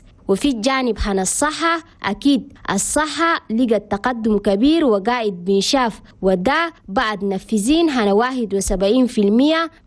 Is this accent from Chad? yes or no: yes; Chad; بلدنا تشاد بتكسب استثمارات بتتقدر بأكثر من 1000 مليار